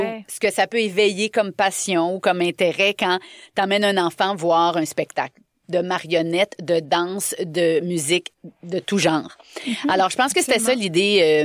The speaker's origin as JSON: {"language": "French", "town": "Montreal", "region": "Quebec", "country": "Canada", "said": "On est des Montréalaises, nous."}